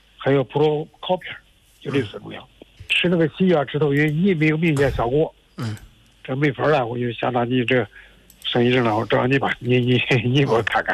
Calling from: Xingtai, Hebei, China; 河北邢台。

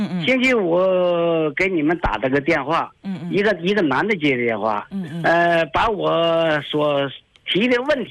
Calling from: Zibo, Shandong, China; 那个我是淄川区柳泉生活区。

